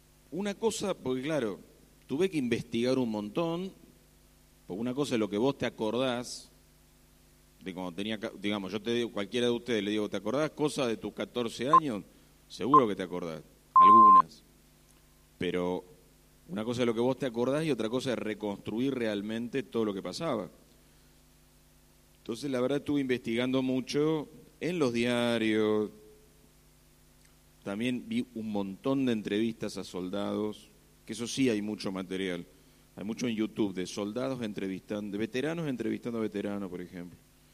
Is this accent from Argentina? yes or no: yes; Castelar, Buenos Aires Province, Argentina; Yo soy de Castelar, que está a unos 30 kilómetros de Buenos Aires, sobre Ruta 7, de hecho.